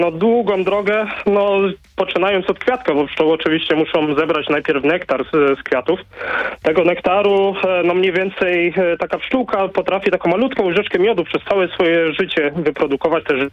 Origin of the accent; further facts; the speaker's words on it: Silesian Voivodeship, Poland; u nas na Śląsku występuje.